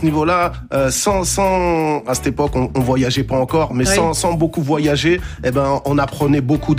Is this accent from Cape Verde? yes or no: yes; Cape Verde; Tu vois, moi, je suis originaire des îles du Cap-Vert, Benji est originaire du Congo.